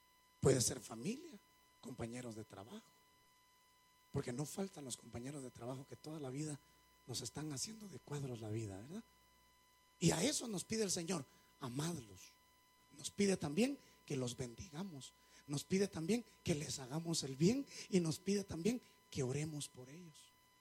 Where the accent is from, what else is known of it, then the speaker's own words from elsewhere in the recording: Zacapa, Guatemala; yo soy de Zacapa, tierra caliente.